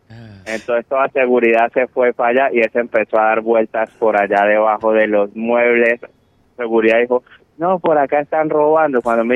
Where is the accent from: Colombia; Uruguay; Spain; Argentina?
Colombia; Pero claro, yo soy colombiano, nosotros bebemos a otro ritmo distinto.